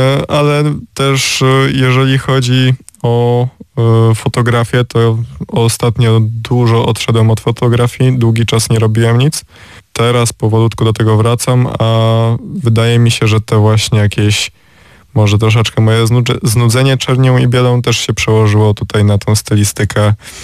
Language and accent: Polish; Wrocław, Lower Silesian Voivodeship, Poland; jestem z Wrocławia tak od urodzenia, powiedzmy